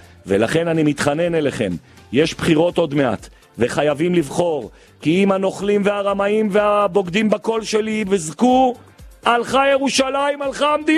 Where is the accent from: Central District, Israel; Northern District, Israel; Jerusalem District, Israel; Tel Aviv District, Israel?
Jerusalem District, Israel; Jerusalem; כירושלמי משוגע